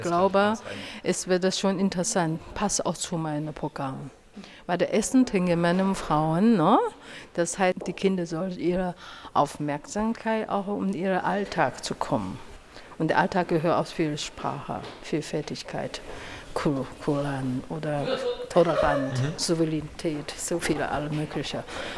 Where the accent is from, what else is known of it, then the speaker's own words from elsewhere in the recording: Taiwan; German is a second language; Das wird bestimmt nochmal aus China oder Taiwan. Persönlich komme ich aus Taiwan.